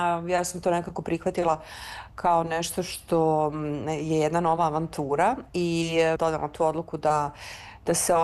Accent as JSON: {"language": "Serbian", "region": "Belgrade", "country": "Serbia", "tie": "born or raised there"}